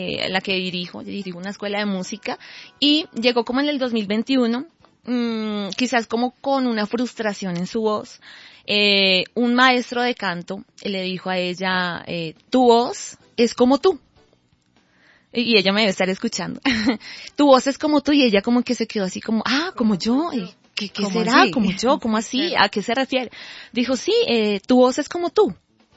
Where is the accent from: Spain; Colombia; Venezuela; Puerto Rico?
Colombia; Bogotá; a pesar de que soy cachaca